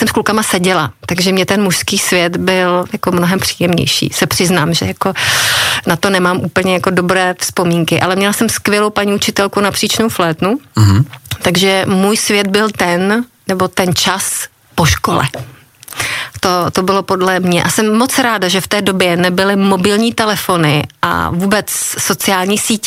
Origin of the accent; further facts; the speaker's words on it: Hradec Králové, Hradec Králové Region, Czechia; also born or lived in Ústí nad Orlicí / Česká Třebová; já jsem to dětství strávila víceméně v Hradci Králové. Já jsem v České Třebové, tak porodnice je v Ústí nad Orlicí, tak v České Třebové jsme žili asi do mých 4 let